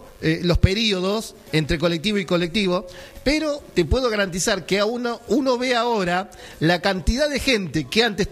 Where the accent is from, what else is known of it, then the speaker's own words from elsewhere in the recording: Boulogne, Buenos Aires Province, Argentina; Nosotros somos de Boulogne, pero venimos a trabajar acá